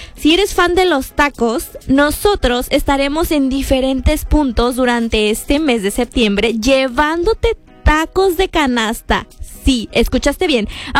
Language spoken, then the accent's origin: Spanish; Mexico; celebrando que somos mexicanos.